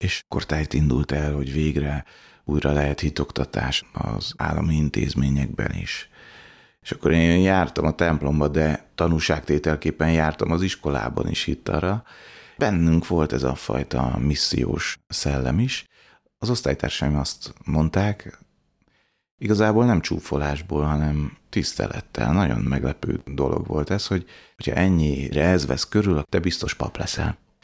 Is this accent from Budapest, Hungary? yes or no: yes; Budapest, Hungary; Egy 4 gyermekes családba születtem. Szüleim nagyon-nagyon hittel neveltek bennünket. Tehát nem volt kérdés az, hogy este imádság van, az sem volt kérdés, hogy a hét napján minisztrálunk a közeli Szent Családtemplomban Budapesten, a 6. kerületben.